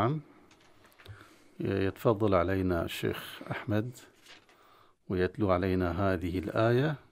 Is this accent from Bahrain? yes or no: yes; Bahrain; عندنا في البحرين